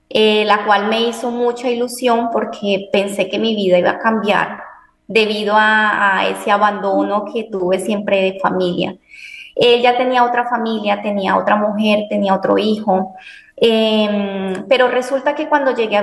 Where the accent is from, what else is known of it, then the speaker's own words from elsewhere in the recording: Colombia; now in Spain; Soy de Colombia. En este momento me encuentro en España. Provengo de un pueblo del sur de Colombia. Provengo de una familia campesina.